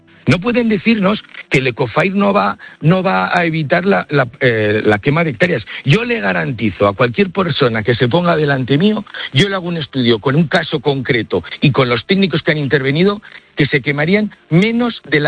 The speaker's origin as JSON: {"language": "Spanish", "town": "Zaragoza", "region": "Aragon", "country": "Spain"}